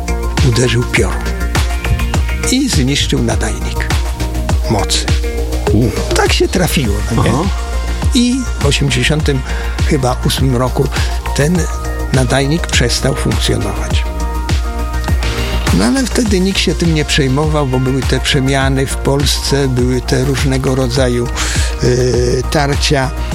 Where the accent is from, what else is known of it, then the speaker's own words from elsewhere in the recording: Lubomierz, Lower Silesian Voivodeship, Poland; liceum pedagogicznego, ponieważ ja stamtąd pochodzę, w związku z tym emocjonalnie mi zależało, żeby to może w telewizji pokazać.